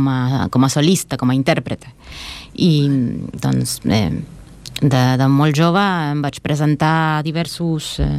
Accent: Santa Fe, Argentina; Catalan is a second language; aquest centre català és a Rosario, que és la mateixa ciutat on va néixer Messi, que tothom la coneix, sí. La conec per això, i és a la meva província, Santa Fe

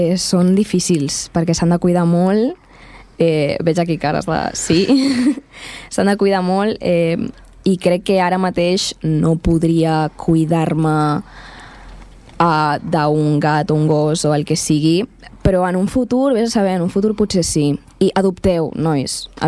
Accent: Catalonia, Spain; also born or lived in Bolivia; visc amb la família de ma mare, que és catalana, i jo he crescut sempre aquí a Catalunya.

